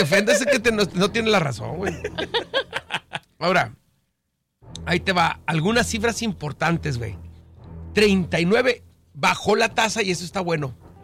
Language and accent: Spanish; Tijuana, Baja California, Mexico; Eres como yo, eres tijuanense de primera generación